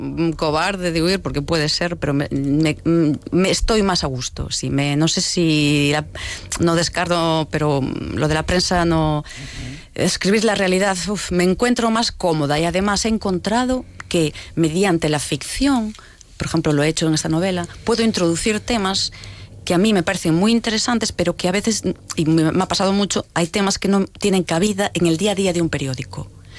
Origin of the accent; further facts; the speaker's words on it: Carballo, Galicia, Spain; also born or lived in Malpica; la zona donde yo vivo, que vivo Costa de Morte, y nací en Malpica, pero bueno, me crié también mucho por la zona de Carballo.